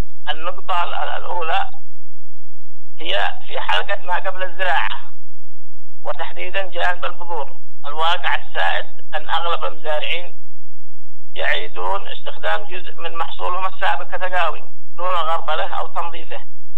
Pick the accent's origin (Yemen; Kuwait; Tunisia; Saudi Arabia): Yemen; عندنا في اليمن